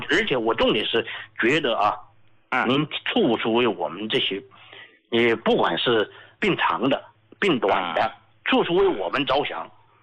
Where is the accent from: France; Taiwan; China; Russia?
China; Sichuan; accent: Sichuanese; 用我们四川话讲呢，那睡的踏实了。